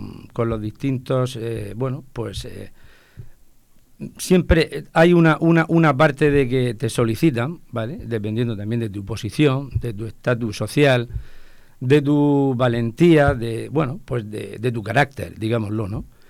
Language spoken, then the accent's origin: Spanish; Molina de Segura, Region of Murcia, Spain; mi vínculo con Torre Alta es que he nacido, me he criado y vivo en Torre Alta toda mi vida. He tenido una infancia impresionante al ser de un pueblo, pues ya nacido en los años 70